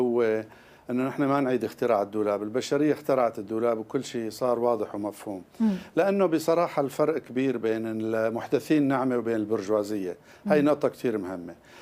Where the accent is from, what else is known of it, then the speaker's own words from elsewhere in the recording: Syria; عندنا بسوريا